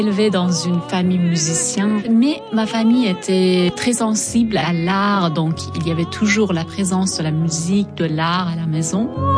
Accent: Iran; born or raised there; moved away as an adult

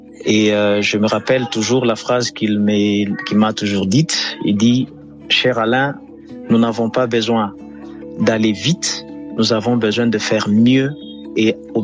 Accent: Mbuji-Mayi, Kasaï-Oriental, DR Congo; ici chez nous en Mbujimayi

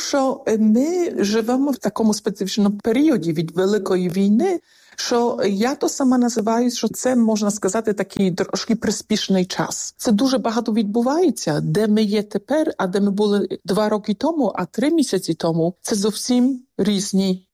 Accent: England, United Kingdom; Я з Англії, але дивлюся також за всіми членами країни ЄС

